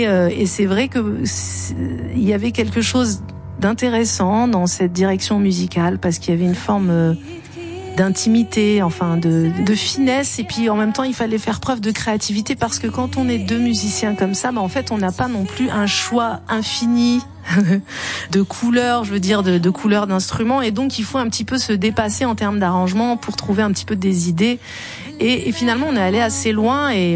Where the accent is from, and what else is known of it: Algeria